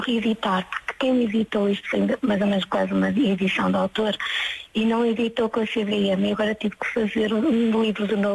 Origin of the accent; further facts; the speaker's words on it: Vila do Conde, Porto, Portugal; now in Viseu, Portugal; Eu nasci em Vila de Conde, numa aldeia ali perto de, pronto, de mais para o lado da Maia, fiquei entre a Trofa.